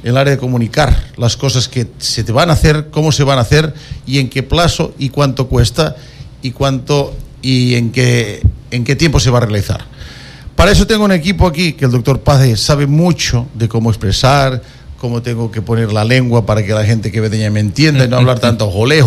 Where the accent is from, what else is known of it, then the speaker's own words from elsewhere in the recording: Quevedo, Los Ríos, Ecuador; Spanish is a second language; A ver, claro, son 18 años y lo que pasa es que hay muchas veces que yo pienso que el castellano no es mi primer idioma.